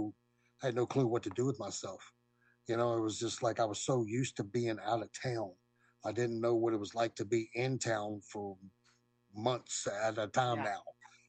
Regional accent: Waynesboro, Virginia, United States; I came from Waynesboro, Virginia

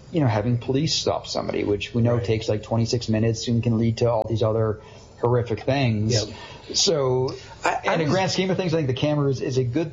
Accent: Massachusetts, United States; growing up near Boston.

